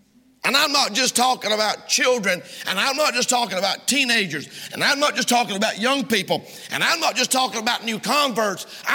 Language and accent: English; United States; as an American citizen